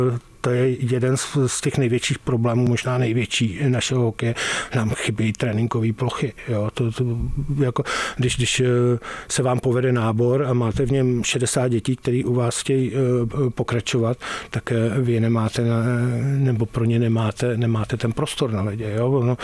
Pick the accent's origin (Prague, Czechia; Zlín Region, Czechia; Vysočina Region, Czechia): Prague, Czechia; protože jsem z Prahy, celý život jsem prožil v Praze